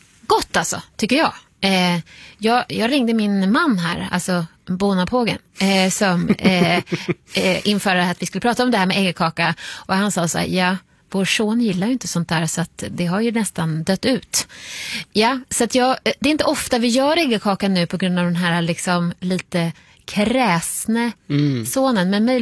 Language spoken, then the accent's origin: Swedish; northern Sweden, Sweden; moved away; Man skulle ju kunna säga att där jag kommer ifrån, uppåt landet